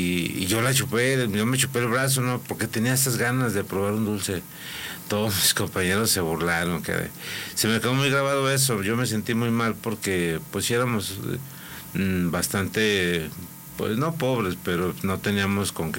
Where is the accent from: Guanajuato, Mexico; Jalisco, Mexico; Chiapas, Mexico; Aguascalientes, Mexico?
Aguascalientes, Mexico; Y papá, ellos eran de Zacatecas, nosotros nos quedamos aquí en Aguascalientes, todos mis hermanos somos cuatro, nacimos aquí en Aguascalientes